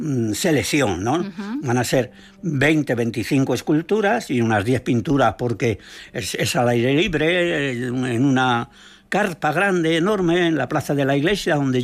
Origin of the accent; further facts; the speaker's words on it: Madrid, Community of Madrid, Spain; No, yo cuando venía aquí era madrileño.